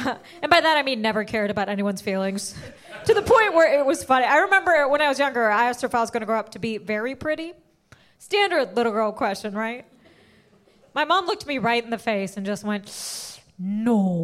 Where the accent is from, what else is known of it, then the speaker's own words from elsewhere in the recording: Illinois, United States; I grew up in Illinois. I used to work at a county fair.